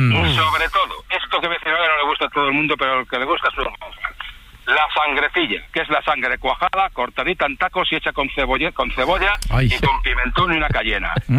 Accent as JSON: {"language": "Spanish", "town": "Valladolid", "region": "Castile and León", "country": "Spain"}